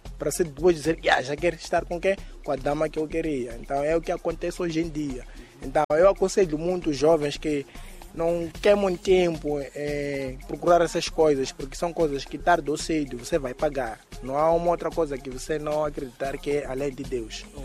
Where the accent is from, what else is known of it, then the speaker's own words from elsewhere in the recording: Matola, Maputo, Mozambique; aqui tenho 27 anos, sou daqui da Zada Matola.